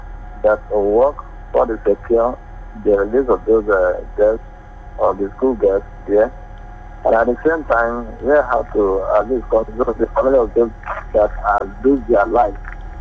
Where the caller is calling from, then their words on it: Ilorin, Kwara, Nigeria; I'm from Mogadi here in Ilorin.